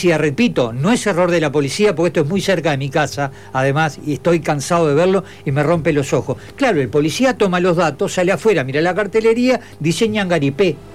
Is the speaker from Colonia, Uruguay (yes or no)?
no; Gregorio Aznárez, Maldonado, Uruguay; allá en mi pueblo, en Gregorio Aznárez.